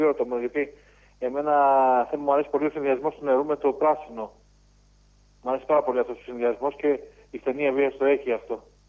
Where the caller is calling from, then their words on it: Piraeus, Attica, Greece; από Πειραιά είμαι.